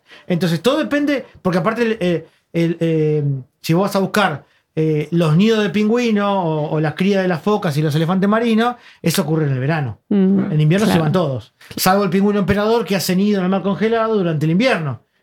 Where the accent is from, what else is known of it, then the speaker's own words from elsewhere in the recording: Buenos Aires, Argentina; Porque soy de Buenos Aires.